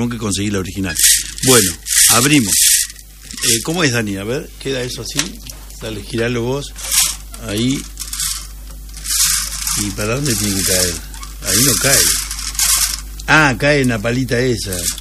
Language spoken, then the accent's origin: Spanish; Argentina; porque claro, somos discutidores los argentinos, ¿viste?